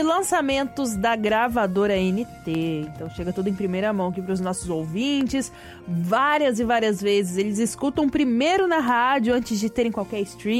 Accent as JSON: {"language": "Portuguese", "country": "Brazil", "tie": "born there", "said": "Jacarezinho de nascimento, gente."}